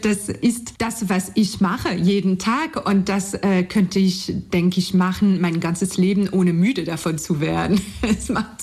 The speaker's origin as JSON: {"language": "German", "country": "France", "second_language": "German", "moved": "as an adult", "lives_now": "Leipzig, Germany", "said": "ich komme aus Frankreich, wie man es hört. Ich bin 34 Jahre alt, seit 2012 lebe ich in Leipzig, seit 2009 in Deutschland."}